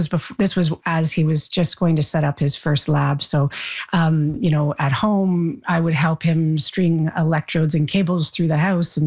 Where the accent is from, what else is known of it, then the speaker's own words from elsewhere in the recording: Oshawa, Ontario, Canada; And then I grew up in Oshawa, and then we would drive into Toronto